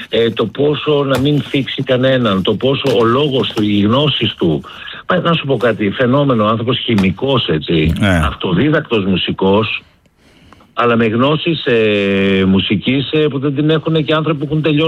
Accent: Greece; είμαστε πολύ περήφανοι ως Έλληνες

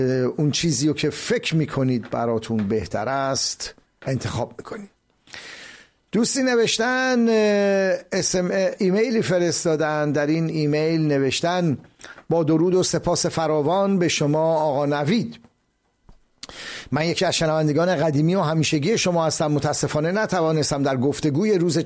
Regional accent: Iran; چون ما ایرانی هستیم

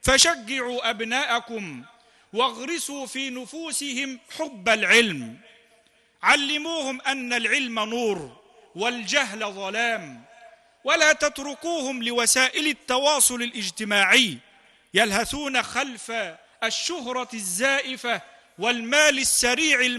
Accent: Egypt; اجعل بلدنا مصر أمناً أماناً، سخاءً رخاءً

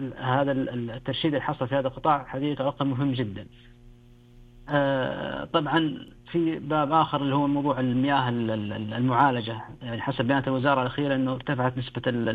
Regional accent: Saudi Arabia; الفكرة مهمة جدا في عندنا في السعودية بالذات،

